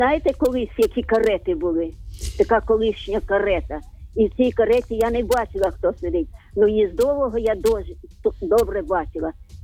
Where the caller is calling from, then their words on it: Zhytomyr, Zhytomyr Oblast, Ukraine; Я з Житомира, я перший раз дзвоню.